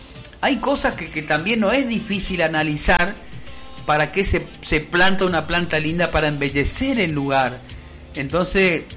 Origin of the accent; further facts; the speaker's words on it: Puerto Iguazú, Misiones, Argentina; Yo soy de Iguazú, yo soy nacido y malcriado acá en el Bañado, acá en el barrio Florida, me crié acá pateando sapo acá entre medio del barro